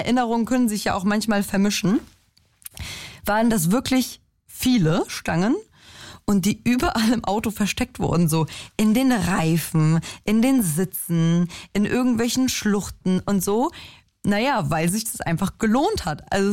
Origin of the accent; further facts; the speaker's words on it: Germany; kann ich meine deutsche Cousine mitbringen